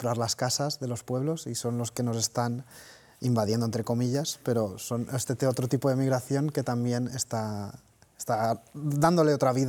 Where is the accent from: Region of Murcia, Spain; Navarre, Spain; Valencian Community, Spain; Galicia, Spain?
Valencian Community, Spain; Yo soy de la Marina Alta, que es una zona de Valencia que está muy de moda esto de que vengan extranjeros desde hace muchos años a comprar las casas de los pueblos